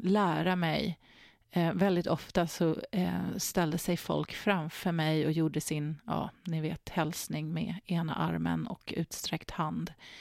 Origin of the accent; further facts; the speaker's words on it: Nacka, Stockholm County, Sweden; Och vi hade en del jugoslaver också som bodde i där området i Nacka där jag växte upp.